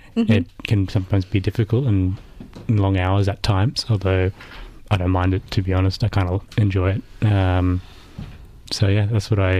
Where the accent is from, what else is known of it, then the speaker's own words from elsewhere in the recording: Brisbane, Queensland, Australia; born there; also born or lived in Melbourne; So I was born in Melbourne and then moved up to Brisbane when I was like 9 years old. So as far as I'm concerned, I'm a Brisbane boy. I like it here.